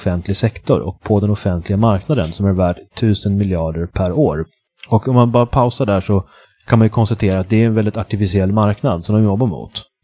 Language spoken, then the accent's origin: Swedish; Uppsala, Uppsala County, Sweden; Det är mycket sorgligt nu för tiden för mig att läsa nyheter om min hemstad Uppsala.